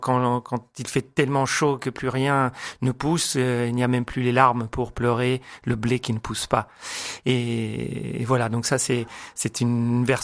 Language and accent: French; Rome, Lazio, Italy; moved away; à Rome, vu que nous venons de Rome, on dit fuoco, er fuoco.